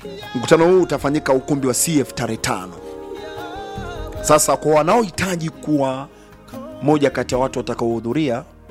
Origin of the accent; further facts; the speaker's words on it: Mbeya, Tanzania; Ni mshikaji ambaye nimetoka naye Mbeya. Tulikuja kutafuta maisha.